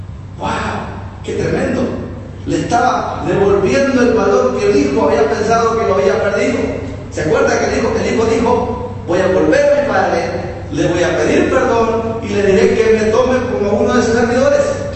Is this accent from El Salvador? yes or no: yes; El Salvador; en mi país, El Salvador, al menos de donde yo crecí